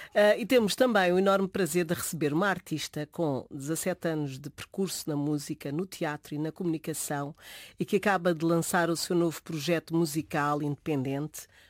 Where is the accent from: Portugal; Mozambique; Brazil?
Mozambique; born there; moved away; eu nasci mesmo lá